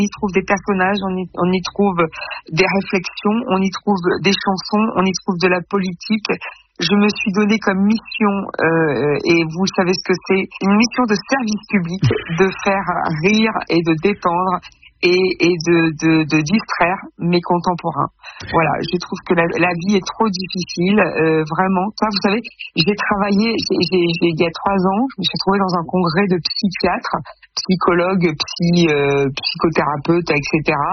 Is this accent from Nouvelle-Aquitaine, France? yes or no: no; Toulon, Provence-Alpes-Côte d'Azur, France; now in Paris, France; Alors vous savez, moi je viens de Toulon.